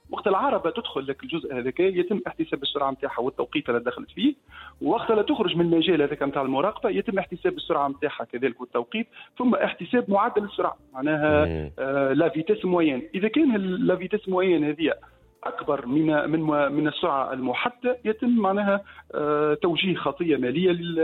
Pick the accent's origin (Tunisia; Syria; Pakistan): Tunisia; احنا الرادار اللي موجود عندنا في تونس